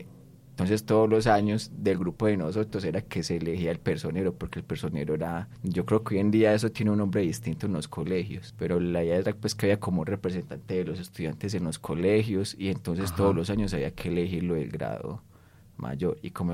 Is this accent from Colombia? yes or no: yes; Medellín, Antioquia, Colombia; born there; Nací en Medellín, Colombia. Y mis padres son